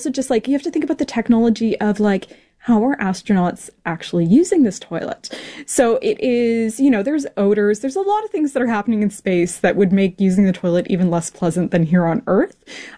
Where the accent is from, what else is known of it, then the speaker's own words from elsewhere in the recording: Canada; now in New Zealand; So I live in New Zealand. I'm originally from Canada.